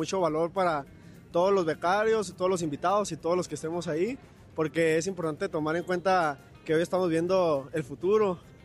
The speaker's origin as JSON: {"language": "Spanish", "region": "Sonora", "country": "Mexico", "said": "todos los compañeros que venimos de Sonora."}